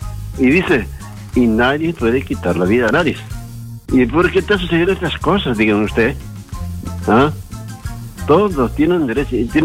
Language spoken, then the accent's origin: Spanish; Uruguay; de Uruguay, también de acá de Cada.